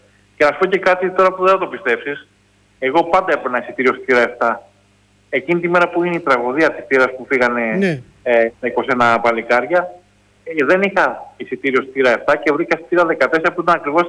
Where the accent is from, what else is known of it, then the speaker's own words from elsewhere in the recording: Piraeus, Attica, Greece; εγώ γεννήθηκα στην Καστέλα. Είμαι από εκεί δηλαδή.